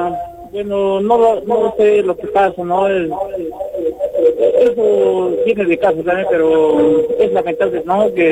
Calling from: Arequipa, Peru

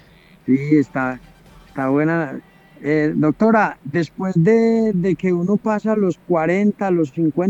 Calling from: Medellín, Antioquia, Colombia; En Medellín, Colombia

